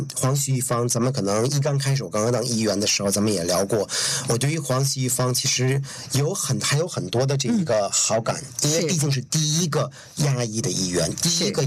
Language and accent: Chinese; New Zealand; 作为一个华裔的人来说，可能也是因为在新西兰长大的，对于新西兰系统也有一些了解